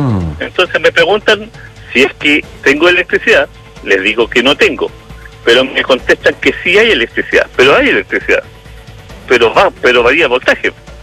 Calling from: Chile; yo soy de Jardines de la República, de ahí en Los Condel, ahí cerca del centro.

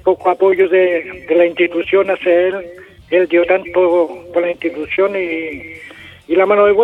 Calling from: Hualpén, Biobío, Chile; Estoy llamando de Hualpén.

